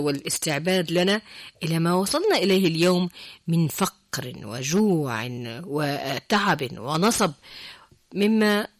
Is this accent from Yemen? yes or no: yes; Yemen; أنا كيمنية يعني